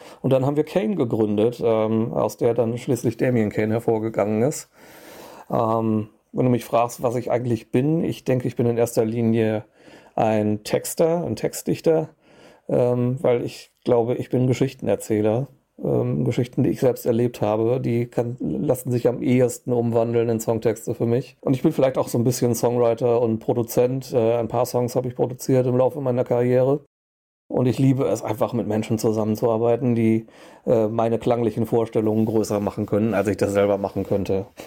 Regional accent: North Rhine-Westphalia, Germany; moved away as an adult; now in Ireland; Ich komme eigentlich aus dem Ruhrgebiet

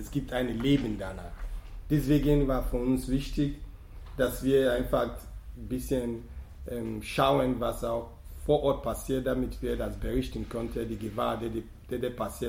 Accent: Nigeria; born there; German is a second language; Nigeria ist ein Land, wo ich geboren bin. Ich kenne die Struktur, ich kenne das System.

